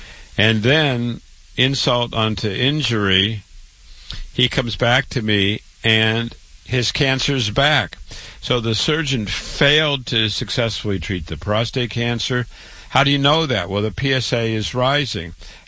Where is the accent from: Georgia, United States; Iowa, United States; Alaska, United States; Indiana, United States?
Iowa, United States; Waterloo; I was born and raised in Waterloo, Iowa. I went to public school, university, MD at 25